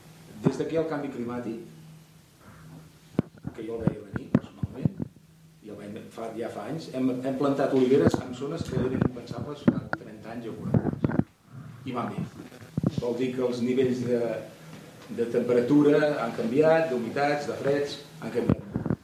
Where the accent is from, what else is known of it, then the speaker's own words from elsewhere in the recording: Sant Feliu, Catalonia, Spain; Bueno, sí, ens coneixem tots som de Sant Feliu.